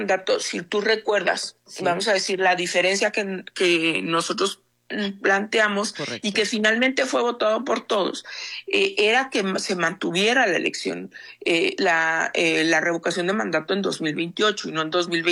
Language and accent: Spanish; Chihuahua, Mexico; born or raised there